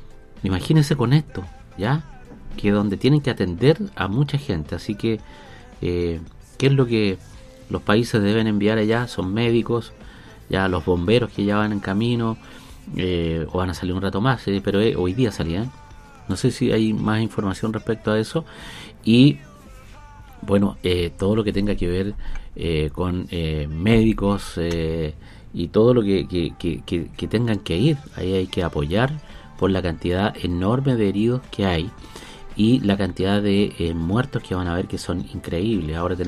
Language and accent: Spanish; Chile; now in Fresia, Chile; que demostremos como chilenos